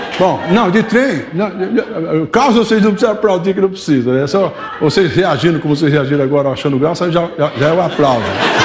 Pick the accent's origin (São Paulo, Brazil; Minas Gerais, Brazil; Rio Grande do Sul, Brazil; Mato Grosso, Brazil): São Paulo, Brazil; São Joaquim da Barra; o trem chegou em São Joaquim da Barra, que é a minha terra. O trem parou lá, que era Mogiana, vinha de Uberlândia. Parou o trem lá e a minha terra era a terra da banana, considerava a terra da banana.